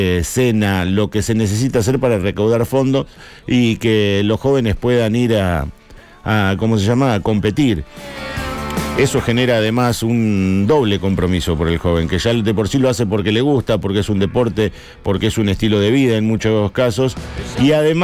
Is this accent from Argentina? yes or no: yes; Argentina; Como somos nosotros los argentinos, vio que con poquito le hacemos mucho.